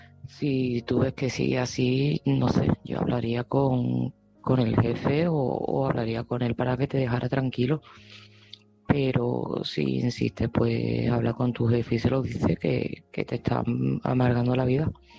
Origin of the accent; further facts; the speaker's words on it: Seville, Andalusia, Spain; de Sevilla y este mensaje va para Patricio.